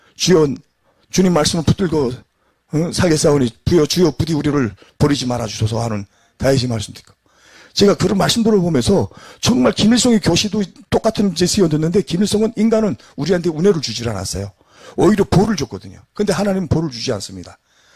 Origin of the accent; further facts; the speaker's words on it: North Korea; 탈북민 정체성 뭐야? 하게 되면 우리 북한에서 왔지 않습니까?